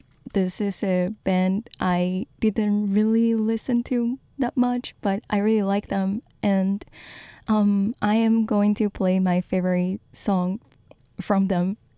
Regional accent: Taiwan; I'm from Taiwan, so I love it a lot.

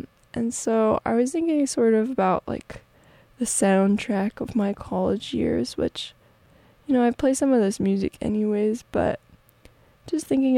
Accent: East Coast, United States; now in Midwest, United States; I'm from the East Coast, and I just had a friend visiting

